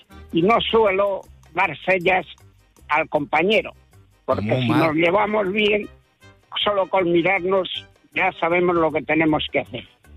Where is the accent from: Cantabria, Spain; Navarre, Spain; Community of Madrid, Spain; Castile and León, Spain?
Castile and León, Spain; Arenas de San Pedro; Hola, buenos días. … de Arenas de San Pedro.